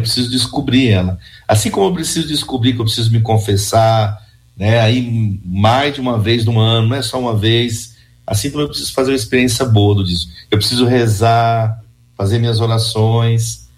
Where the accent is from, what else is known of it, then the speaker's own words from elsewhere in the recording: São Bernardo do Campo, São Paulo, Brazil; do Parque Espacial. É a minha terra, viu? Você sabe que eu cresci aí nessa região, viu?